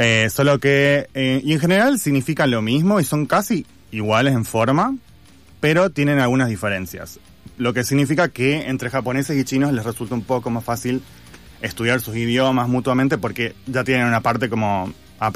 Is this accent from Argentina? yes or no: yes; La Rioja, Argentina; moved away; also born or lived in Beijing; Soy riojano, otro dato.